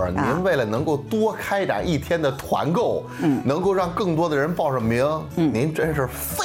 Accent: Xuzhou, Jiangsu, China; 大家好，我是来自徐州的

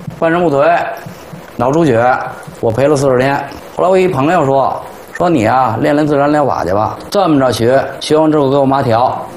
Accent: Beijing, China; 从朝阳门搬到东直门。

